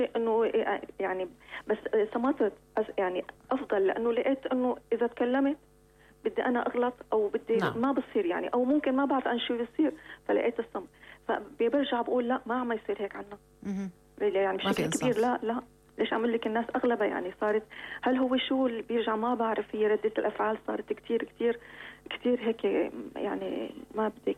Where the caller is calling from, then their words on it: Hama, Hama Governorate, Syria